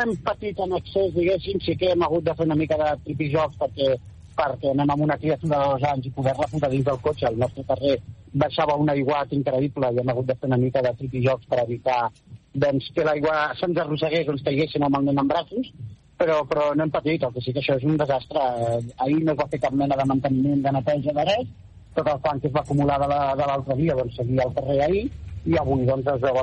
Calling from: Granollers, Catalonia, Spain; estem aquí a Estic de Granollers, jo soc de Granollers

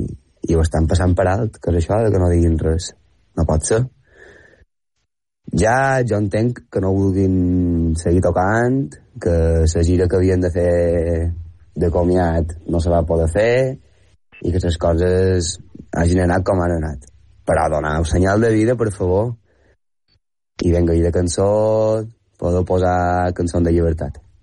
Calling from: Artà, Balearic Islands, Spain

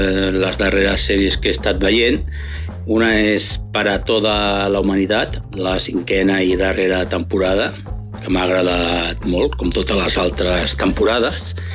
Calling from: Móra d'Ebre, Catalonia, Spain; de Móra d'Ebre.

